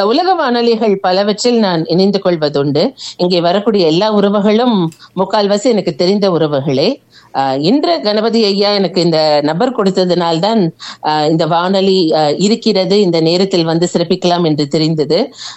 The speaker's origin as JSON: {"language": "Tamil", "region": "Tamil Nadu", "country": "India", "tie": "born or raised there", "said": "என்னுடைய சொந்த ஊர் வந்து வேலூர் மாவட்டம்."}